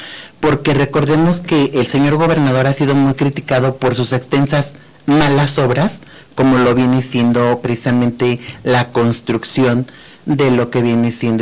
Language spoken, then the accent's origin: Spanish; Querétaro, Mexico; la población queretana